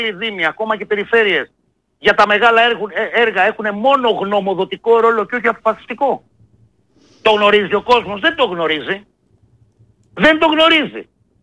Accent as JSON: {"language": "Greek", "town": "Kymi-Aliveri", "region": "Central Greece", "country": "Greece", "tie": "born or raised there", "said": "την ιδιαίτερη πατρίδα μου, το Δήμο Κίμης Αλιβερίου"}